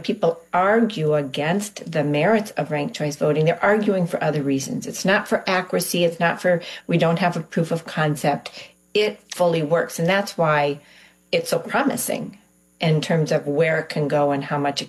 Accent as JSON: {"language": "English", "town": "Dubuque", "region": "Iowa", "country": "United States", "moved": "yes", "lives_now": "Minnesota, United States", "said": "I'm an Iowan, a Dubuquer, so not too far from Chicago."}